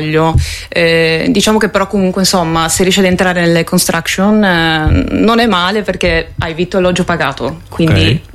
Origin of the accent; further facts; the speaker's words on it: Reggio Emilia, Emilia-Romagna, Italy; moved away; io sono di Reggio Emilia, okay, che benedetta, e quindi ovviamente 10 anni fa vivevo ancora a Reggio con le amiche